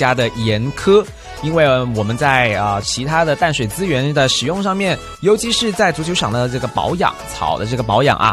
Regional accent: South China, China; now in Vancouver, Canada; 温哥华本身就是一个偏北方的一方，比较干燥啊，像我们这种来自于南部，像中国啊或是特别是沿海地区的朋友们呢，就特别容易干燥

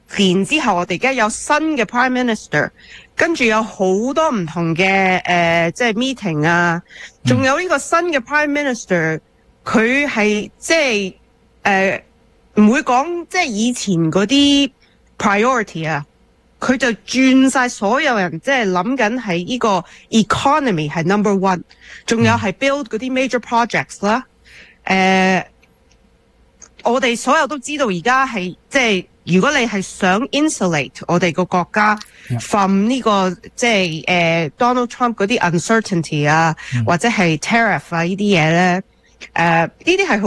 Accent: Canada; 咁其实我哋加拿大人有好多人根本就唔明白我哋系出散系咩嚟嘅。

